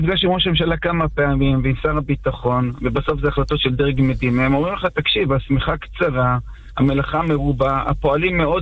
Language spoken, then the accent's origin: Hebrew; Jerusalem, Jerusalem District, Israel; moved away as an adult; now in Judea and Samaria (West Bank); אני גדלתי בסוף בירושלים